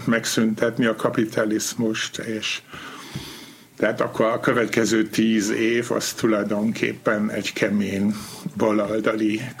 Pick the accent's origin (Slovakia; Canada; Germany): Germany; Allendorf; Hungarian is a second language; now in Hungary; Paraszt udvaron nőttem fel, az volt a mamámé, a papám viszont egy ilyen diplomás feldmérnök, és fontos ember volt a faluban, polgármester. Van egy 1500 lelkű falu, ott születtem, Allendorf, mindenkinek a faluja